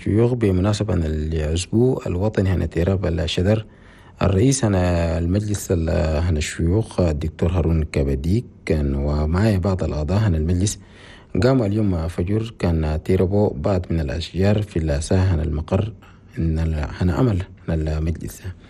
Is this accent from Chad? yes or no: yes; Chad; بلدنا تشاد